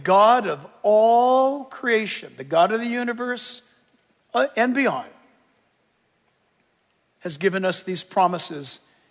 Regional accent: United States; born there; I was born in America.

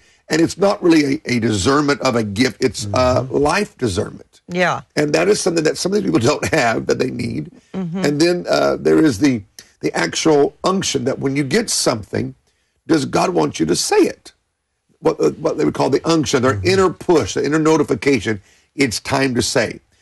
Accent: Tulsa, Oklahoma, United States; I grew up in Tulsa.

